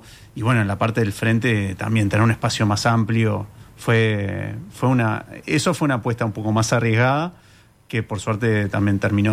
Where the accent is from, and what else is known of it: Uruguay